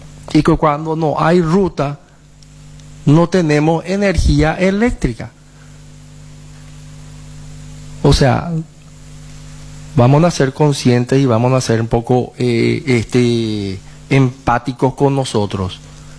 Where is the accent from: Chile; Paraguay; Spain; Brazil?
Paraguay; born there; nosotros formamos parte también del pueblo indígena. Somos originarios de acá.